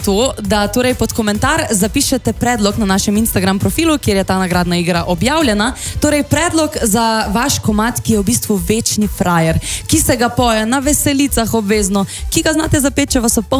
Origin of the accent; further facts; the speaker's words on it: Styria, Slovenia; ker sem Štajerka.